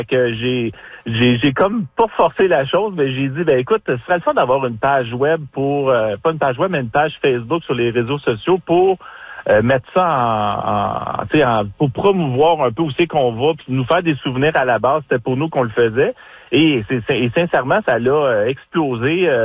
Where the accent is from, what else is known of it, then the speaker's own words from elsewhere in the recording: Saint-Constant, Quebec, Canada; Ben nous on est Rive-Sud de Montréal. Nous, c'est Saint-Constant.